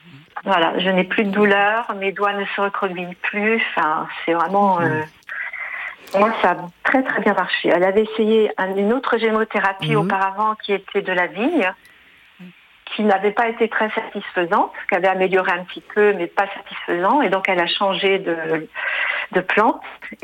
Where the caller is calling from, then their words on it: Brittany, France; Je vous appelle à côté de Rennes.